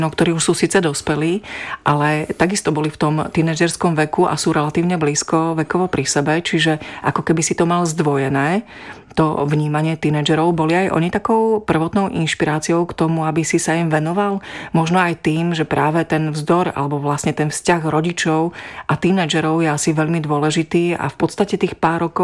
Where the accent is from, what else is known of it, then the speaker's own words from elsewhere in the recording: Košice, Košice Region, Slovakia; mala som ako Košičanka veľkú radosť